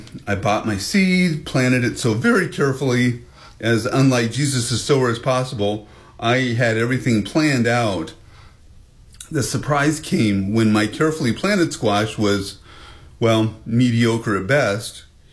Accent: Syracuse, New York, United States; I grew up with lots of visits on my grandparents' farm, and I grew up in Syracuse, just down the road here, which again has rural roots.

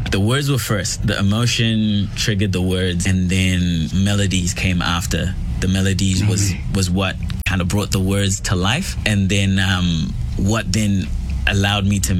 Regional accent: New Zealand; also born or lived in Zimbabwe / Canada; I was born in Zimbabwe. I grew up here in New Zealand and in Canada and in lots of different places at the same time.

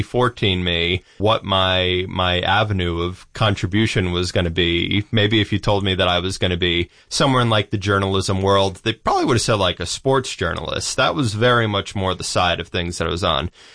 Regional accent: Mountain Top, Pennsylvania, United States; I'm from Mountaintop, so I certainly have an interesting perspective on Luzerne County, I think, right in between the Wyoming Valley and Hazleton.

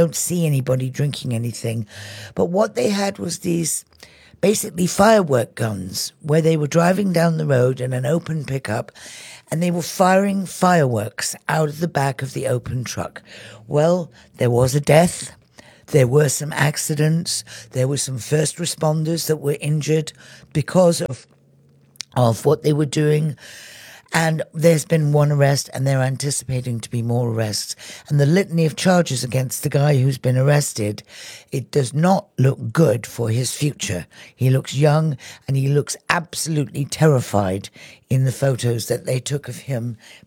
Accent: United Kingdom; moved away; Growing up in the United Kingdom

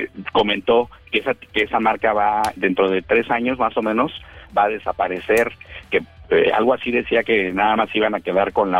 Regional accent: Mexico City, Mexico; now in Irapuato, Mexico; yo estoy viviendo en Irapuato, pero soy de la Ciudad de México.

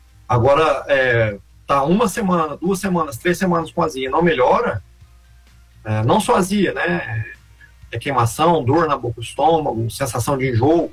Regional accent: Minas Gerais, Brazil; born there; now in São Paulo, Brazil

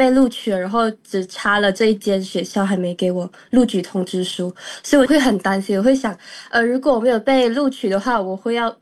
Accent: Malaysia; moved away; 我一开始到大学的时候第一个问题就是咬字、嗯、我们马来西亚人咬字就比较靠前，你看我们说话比较靠前

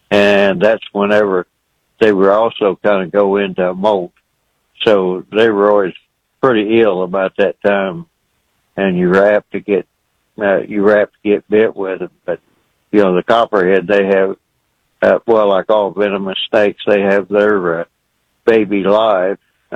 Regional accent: Midwest, United States; We grew up in the Midwest

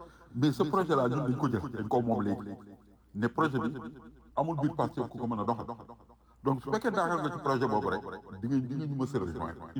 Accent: Senegal; en tant que Sénégalais

